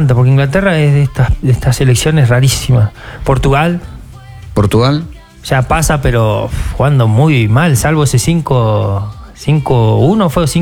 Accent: Argentina

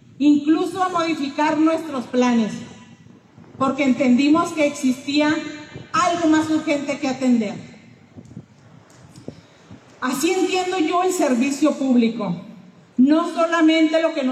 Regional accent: San Francisco de Conchos, Chihuahua, Mexico; mi tierra que tanto quiero

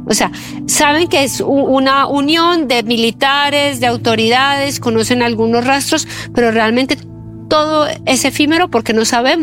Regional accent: Eje Cafetero, Colombia; now in Iran; yo soy colombiana.

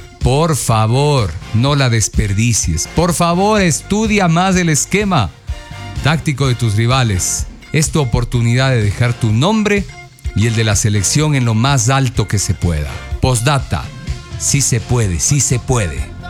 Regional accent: Ecuador; Sabemos que como buen ecuatoriano te gusta la joda. Y a mí también. Pero como buen ecuatoriano, demuestra que estamos hechos de ganas y de ñeque, de empuje y de hambre de gloria.

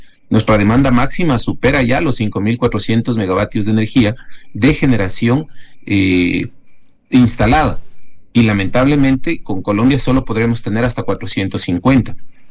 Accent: Ecuador; necesitamos como ecuatorianos mayor transparencia

